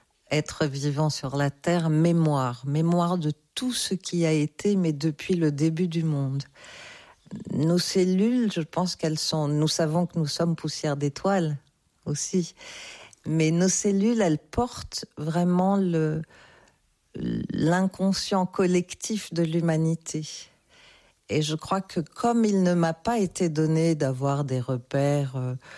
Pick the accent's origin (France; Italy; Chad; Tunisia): Tunisia; born there; je suis née en Tunisie aussi